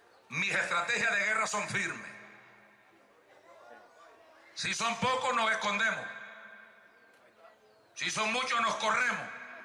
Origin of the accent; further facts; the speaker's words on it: Honduras; moved away; porque yo soy hondureño.